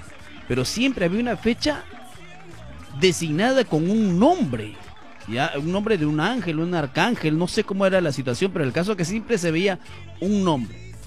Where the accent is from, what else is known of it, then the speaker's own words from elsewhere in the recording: Peru; así de locos somos todos los peruanos